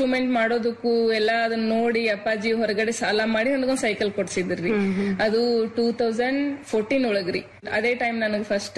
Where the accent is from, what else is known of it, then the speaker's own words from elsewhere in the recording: Karnataka, India; ನಮ್ಮ ಊರ್ ನಿಯರ್ ಜಮಖಂಡಿ ಅಂತ ಹೇಳಿ ನಮ್ ತಾಲೂಕ್ ರೀ